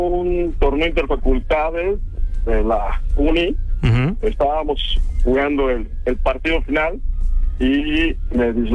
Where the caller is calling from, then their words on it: Mexico City, Mexico; Andamos por acá por Lindavista.